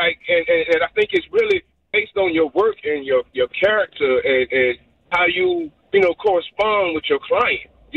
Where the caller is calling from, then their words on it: Winston-Salem, North Carolina, United States; I'm from Winston